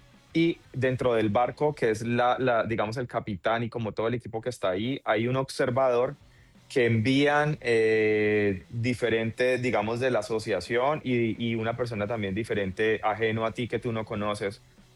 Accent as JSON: {"language": "Spanish", "country": "Colombia", "said": "en este momento yo estoy representando a Colombia porque pues soy nadador colombiano."}